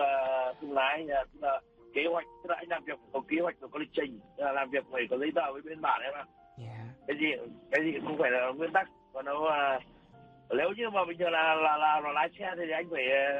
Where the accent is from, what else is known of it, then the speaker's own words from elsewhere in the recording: Hanoi, Vietnam; Mình sinh ra lớn lên tại Hà Nội.